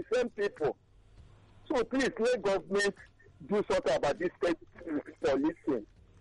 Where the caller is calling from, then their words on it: Owerri, Imo, Nigeria; In my place, in Owerri